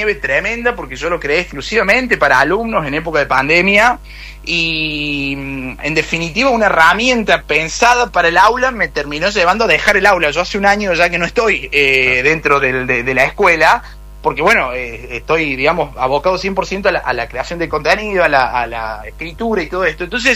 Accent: Córdoba, Argentina; Sí, pero que los cordobeses tenemos ahí una rapidez

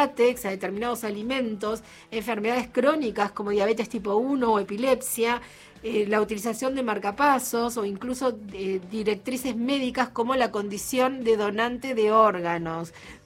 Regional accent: Argentina

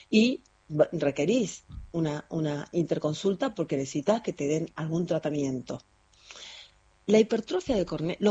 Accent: Bellavista, Corrientes, Argentina; now in Buenos Aires, Argentina; Yo estoy en realidad ciudad, yo le digo pueblo, pero ciudad. Yo estoy en Bellavista, Corrientes, ocasionalmente, pero Trabajo en Buenos Aires, obvio.

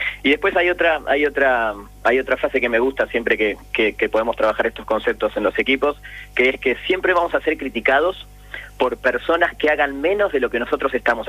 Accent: Argentina; Me parece que ese es uno de los valores más importantes que nosotros en el mes del Mundial como argentinos tenemos que rescatar siempre.

